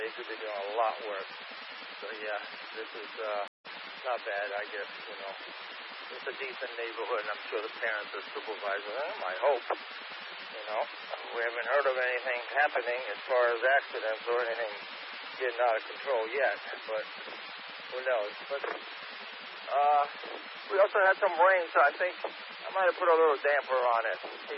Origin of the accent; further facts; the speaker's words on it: Brooklyn, New York, United States; Listen, I grew up in Brooklyn, and I remember back in the day when these guys would sell this stuff off the back of their trucks and vans and so on.